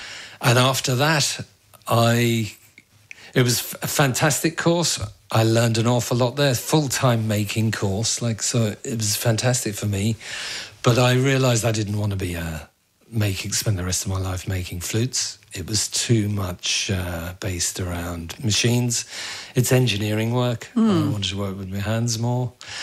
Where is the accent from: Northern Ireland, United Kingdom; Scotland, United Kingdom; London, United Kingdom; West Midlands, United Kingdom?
London, United Kingdom; I was born and raised in London, yeah. And my mother and father were from Sligo, from rural Sligo.